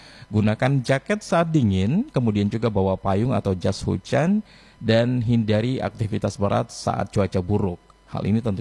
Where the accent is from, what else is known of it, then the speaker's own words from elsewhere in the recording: Gorontalo, Indonesia; Saya orang Gorontalo